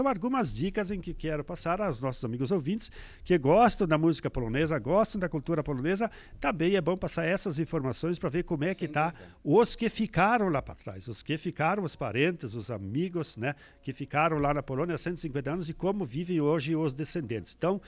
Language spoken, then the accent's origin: Portuguese; Brazil; nós se orgulhamos de ser brasileiro